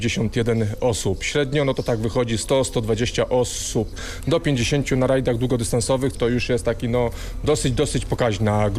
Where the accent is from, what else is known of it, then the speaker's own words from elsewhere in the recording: Skowieszyn, Lublin Voivodeship, Poland; prezes Stowarzyszenia Aktywnie w Krainie Lesowych Wąwozów. Pochodzę z niewielkiej miejscowości Skowieszyn w gminie Końskowola.